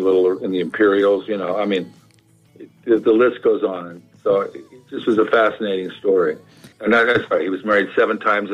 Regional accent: Southern United States, United States; and I came from the South and in a very segregated community, and I didn't like it.

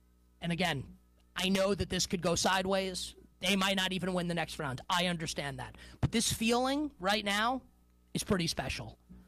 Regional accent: New York City, New York, United States; as a New Yorker, I absolutely love it.

